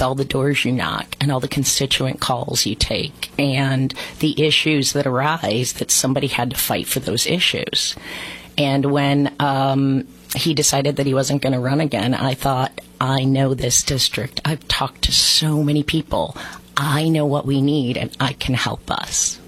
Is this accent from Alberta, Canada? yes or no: no; Ottawa, Ontario, Canada; I was born and raised in Ottawa. My mom's family has been farming in the Wallace-Waltham region for over 200 years.